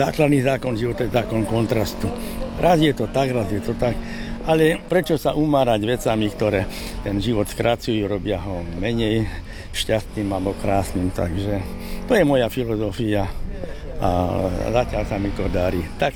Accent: Spišské Podhradie, Prešov Region, Slovakia; born there; also born or lived in Levoča; now in Bardejov, Slovakia; Aj keď ja nie som rodený Bardejovčan, ja som sa narodil v Levoči, krásne historické mesto. Potom sme bývali v Spišskom Podhradí, pod hradom Spišským. Takže mám to šťastie, že celý môj život, 73-ročný vlastne, som v prostredí, ktoré je poznačené históriou.

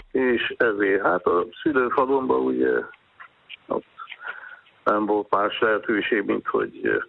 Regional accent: Kisköre, Heves, Hungary; born there; Hát nem közvetlen mellett, csak 25 kilométer Kiskore Átvány községhez, ahol én születtem.

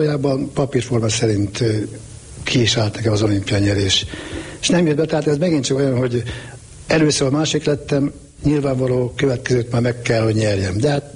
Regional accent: Hungary; magyar ember vagyok.

